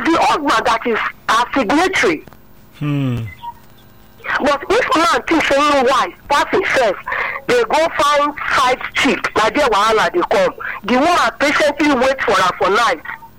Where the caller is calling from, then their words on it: Lagos, Nigeria; I'm calling from Okoko.